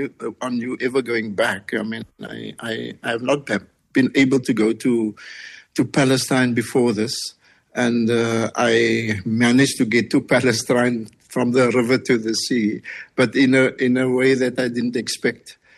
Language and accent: English; South Africa; the fact that I was from South Africa